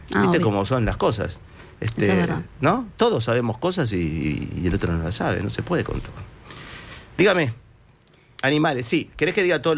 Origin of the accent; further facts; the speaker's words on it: Montevideo, Uruguay; born there; also born or lived in Cerro (Sellao?), Montevideo; Yo sabía que vivía en Aires Puros también, ¿eh? Nací en Aires Puros.